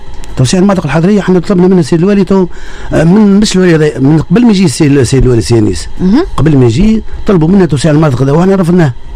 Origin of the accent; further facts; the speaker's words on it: Tunisia; عندنا في تونس